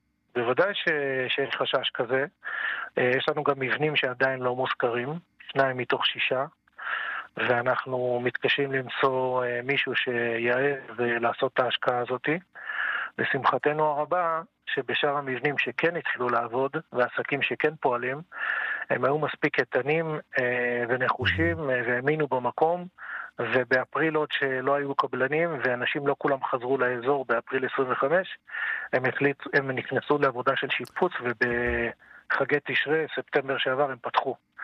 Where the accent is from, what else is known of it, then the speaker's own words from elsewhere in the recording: Kiryat Shmona, Northern District, Israel; moved away as an adult; now in Dafna, Israel; נכון, אני מתגורר 35 שנה בדפנה, ואני עד הצבא גדלתי בקריית שמונה